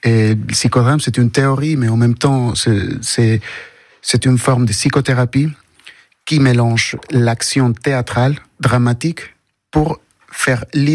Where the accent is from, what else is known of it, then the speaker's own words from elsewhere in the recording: Tacna, Peru; French is a second language; moved away as an adult; now in Limoges, France; je viens de Tacna, une petite ville au sud du Pérou.